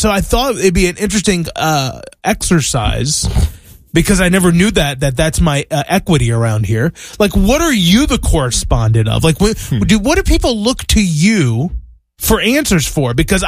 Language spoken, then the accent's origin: English; Roanoke, Virginia, United States; moved away; also born or lived in Charlotte, North Carolina; a lot of my life experiences is from my hometown, Roanoke, Virginia, mm-hmm. when I grew up in the Blue Ridge Mountains and Appalachian Mountains. And then the other part of my life is when I lived in Charlotte, North Carolina. That's where I spent all my life.